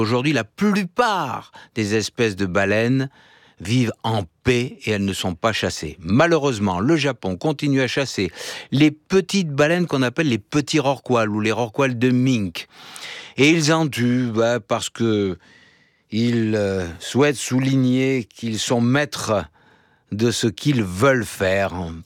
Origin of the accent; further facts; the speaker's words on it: France; chez nous, en France